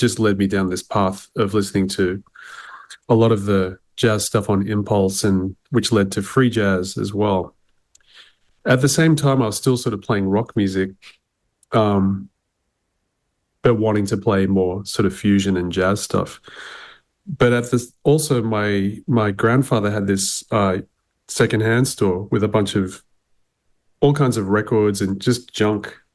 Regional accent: Sydney, New South Wales, Australia; I grew up in Sydney

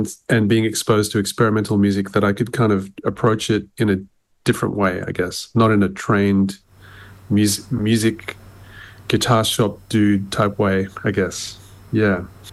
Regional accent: Sydney, New South Wales, Australia; I grew up in Sydney

